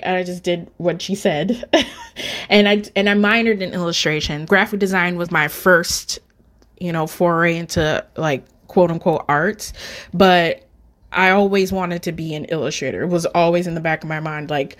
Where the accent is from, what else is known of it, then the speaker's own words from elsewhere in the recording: Detroit, Michigan, United States; moved away as an adult; now in Chicago, United States; I'm originally from Detroit and graduated 2004 and then moved out here in 2005.